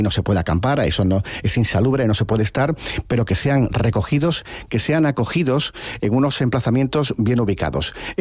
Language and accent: Spanish; Spain